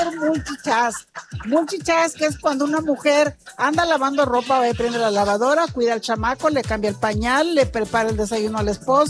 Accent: Tamaulipas, Mexico; Es que como soy de Tamaulipas, chiquilín, hay que hacerle honor al estado también.

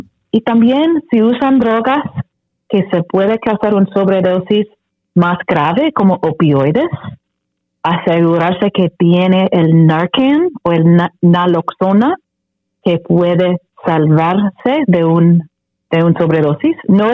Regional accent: Arizona, United States; Spanish is a second language; Yo crecí en Arizona y pasé un poco tiempo en México y no sé, siempre he estado un lenguaje que me encanta.

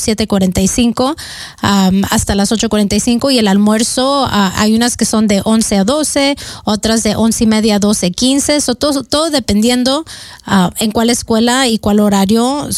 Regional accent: Washington, United States; also born or lived in San Juan, Texas; Yo nací en San Juan, Texas. Soy tejana, pero cuando estaba creciendo, nos mirábamos mucho para aquí en Washington. Las escuelas primarias y secundarias vivían en áreas como Linden, Bellingham, Mount Vernon

